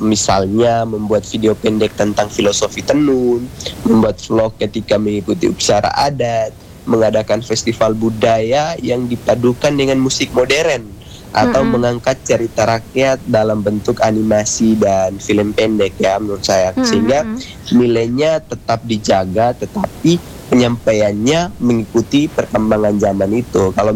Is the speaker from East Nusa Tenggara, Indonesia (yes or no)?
yes; Raijua Island, East Nusa Tenggara, Indonesia; saya sebagai pemuda yang lahir besar di Pulau Raijua, Kabupaten Sabu Raijua